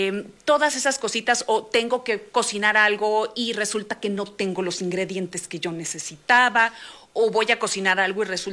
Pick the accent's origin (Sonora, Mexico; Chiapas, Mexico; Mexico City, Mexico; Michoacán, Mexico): Sonora, Mexico; Norteña, al final, okay, de cuentas, norteña. Ajá. Soy de Sonora.